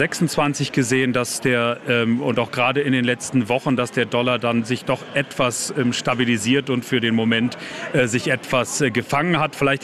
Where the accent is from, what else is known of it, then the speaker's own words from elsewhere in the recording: Germany; Also ich komme aus Deutschland.